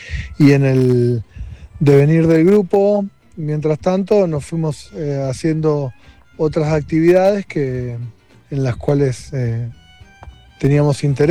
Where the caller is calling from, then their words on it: Villa Parque Siquiman, Córdoba, Argentina; de Villa Parque Sigman, parte del grupo de Compartiendo Semillas de Villa Parque Sigman, el centro sur de Punilla.